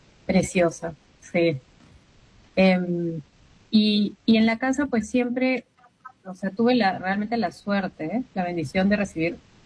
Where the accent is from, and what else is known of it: Quito, Pichincha, Ecuador; born or raised there